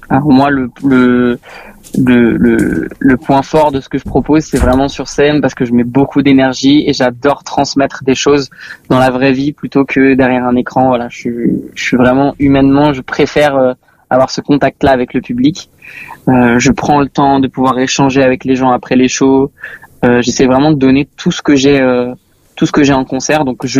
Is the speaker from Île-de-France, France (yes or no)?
yes; Tremblay-en-France, Île-de-France, France; moi je viens de Tremblay en France.